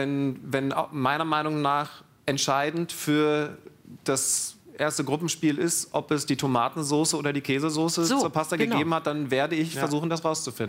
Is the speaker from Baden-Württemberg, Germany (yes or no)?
no; Lower Saxony, Germany; moved away as an adult; Nee, jetzt bin ich ja in der Nähe von Wolfsburg groß geworden.